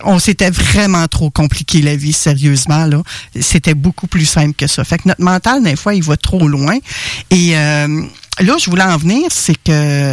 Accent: Quebec, Canada; en tant que Québécois

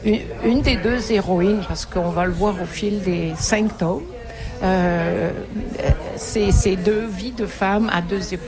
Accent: Cannes, Provence-Alpes-Côte d'Azur, France; now in Quebec, Canada; Je suis originaire de Cannes

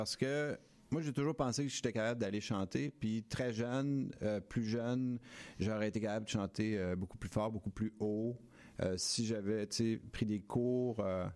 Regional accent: Gaspé, Quebec, Canada; also born or lived in Ontario; Mais moi, je suis né en Ontario, puis j'ai grandi à Gaspé.

